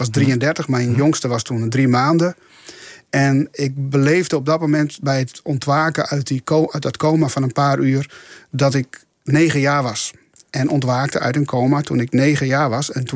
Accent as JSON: {"language": "Dutch", "region": "Friesland", "country": "Netherlands", "said": "Ik ben Fries, dus ik ben voor hen Heid."}